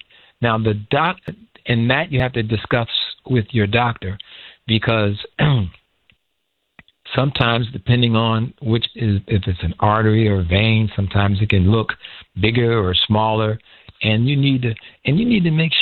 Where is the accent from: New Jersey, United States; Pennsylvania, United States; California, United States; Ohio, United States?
California, United States; Inglewood; I grew up in Inglewood, and neither of my parents got past high school.